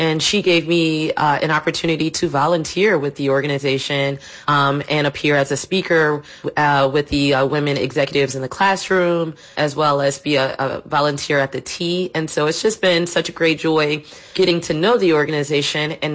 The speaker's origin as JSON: {"language": "English", "town": "New Orleans", "region": "Louisiana", "country": "United States", "tie": "born or raised there", "said": "I would have been a Crittenden girl had a, you know, growing up in New Orleans"}